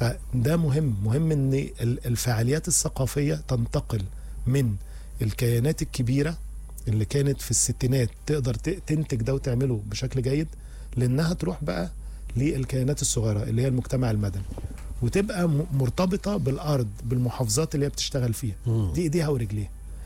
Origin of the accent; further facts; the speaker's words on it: Egypt; فهو عارف ان انا مصري